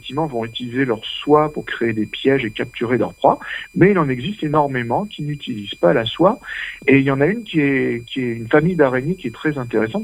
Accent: France; Chez nous, en France

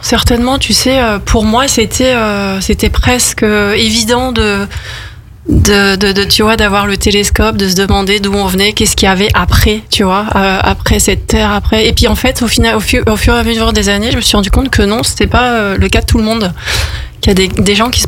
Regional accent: Auvergne-Rhône-Alpes, France; born there; je suis savoyarde de naissance.

